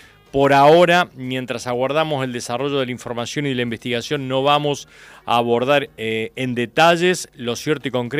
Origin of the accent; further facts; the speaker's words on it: Córdoba, Argentina; una casa allí cerca de mi pueblo, en Brinkman, la localidad de Brinkman, cerca de mi pueblo